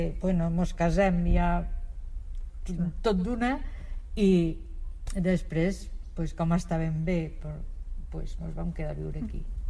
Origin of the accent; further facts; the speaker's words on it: Ginestar, Catalonia, Spain; Jo sóc de Ginestar, vaig néixer aquí i vaig viure aquí fins als 50 anys.